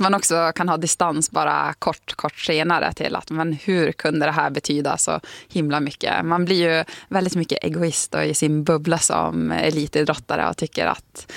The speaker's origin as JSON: {"language": "Swedish", "town": "Tärendö", "region": "Norrbotten County", "country": "Sweden", "tie": "born or raised there", "moved": "yes", "said": "Men däremot när jag bodde hemma i Tärende, så då hälsar man ju på alla. Det var en mindre"}